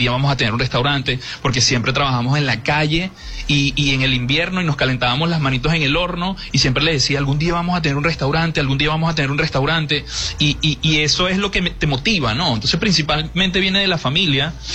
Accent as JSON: {"language": "Spanish", "country": "Peru", "moved": "yes", "lives_now": "Venezuela", "said": "solamente tengo un año aquí en Venezuela. Una de las metas que me propuse desde que me vine de Perú es llevar a Venezuela en el nivel de pizzería más arriba"}